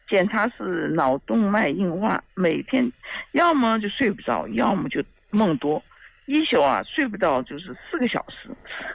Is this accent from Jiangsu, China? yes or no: yes; Nanjing, Jiangsu, China; 李老师，我是南京的。